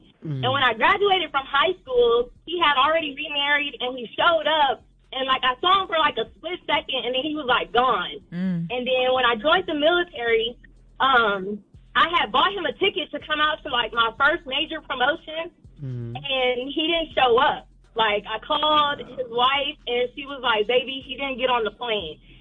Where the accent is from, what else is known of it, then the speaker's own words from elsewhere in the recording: San Antonio, Texas, United States; now in Fayetteville, United States; I'm 43 years old, originally from San Antonio, Texas. I live in Fayetteville now, due to the military.